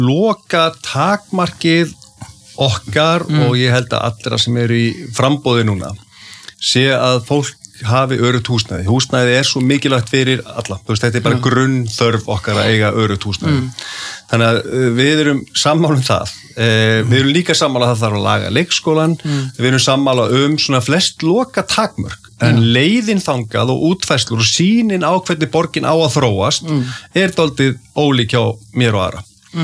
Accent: Reykjavík, Capital Region, Iceland; Ég er alinn upp í Breiðholtinu. Já. Í hólunum í Breiðholti

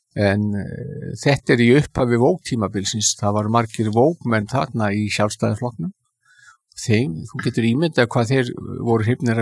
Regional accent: Reykjavík, Capital Region, Iceland; Ég er alinn upp í Skaftahlíðinni sem er mitt á milli þessa gamla framvallar og valsvallarins undir Öskjuhlíðinni.

